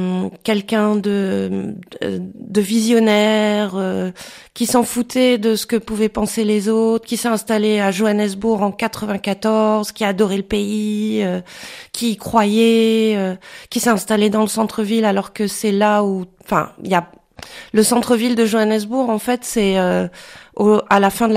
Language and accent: French; Caen, Normandy, France; moved away; Donc c'est un grand plaisir, mais j'avoue que j'étais partie de Caen parce que je trouvais que c'était trop petit.